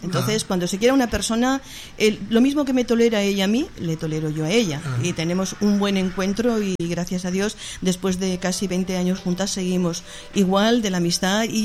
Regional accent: Aragon, Spain; Yo soy maña, ¿no? Entonces, en mi familia, mis hermanos cantaban jotas. Entonces, a mí me viene más la vena aragonesa si empiezo a cantar.

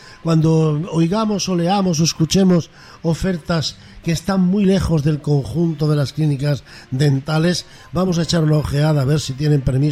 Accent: Villanueva de la Serena, Extremadura, Spain; Es que es mi pueblo natal, pero hay un titular que merece la pena.

